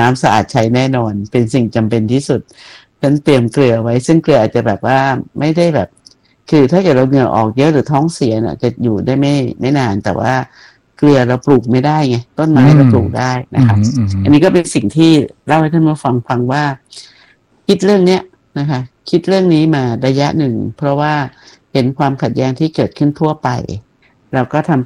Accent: Nakhon Nayok, Thailand; now in Prachinburi, Thailand; ต้องรู้สึกว่าแบบที่นี่เป็นพื้นที่บ้านอยู่นครนายกแต่ว่ามาอยู่ปัจจีนจนกลายเป็นคนปัจจีนจริงๆ

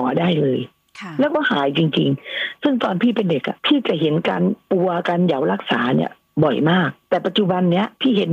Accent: Isan, Thailand; เพราะแม้แต่เราอ่ะเป็นลูกผู้ไทยแท้ๆเนี่ยสำเนียงเรายังเปลี่ยนเลยค่ะ

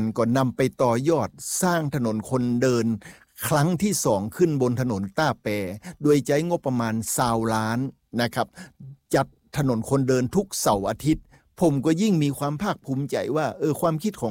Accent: Lamphun, Thailand; now in Chiang Mai, Thailand; ผมในฐานะเป็นคนจังหวัดลำปูนนะครับได้ไปอยู่จังหวัดเชียงใหม่เรียนจากเชียงใหม่อยู่เชียงใหม่แล้วก็ประกอบอาชีพในจังหวัดเชียงใหม่

